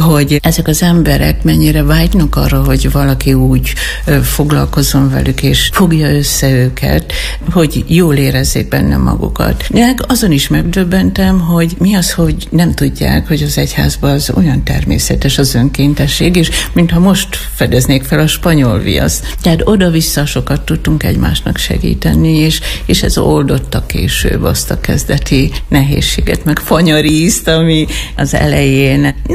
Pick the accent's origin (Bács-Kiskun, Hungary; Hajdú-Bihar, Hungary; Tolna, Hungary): Hajdú-Bihar, Hungary; Hajdúböszörmény; also born or lived in Szatmár; now in Szentes, Hungary; Én Hajdú Bihari vagyok, és egy szinte teljesen református település, vagy legalábbis dominál Hajdúbeszörményben a reformátusság. Aztán, amikor Szatmárba kerültünk, azt is meg kellett szokni